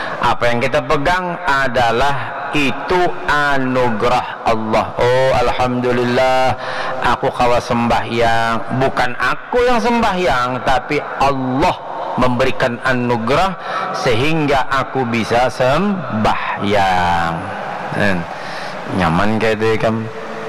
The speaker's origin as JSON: {"language": "Indonesian", "town": "Lubakung", "country": "Indonesia", "tie": "born or raised there", "said": "Saya masa kecil di Lubakung. Lubakung tuh banyak buah."}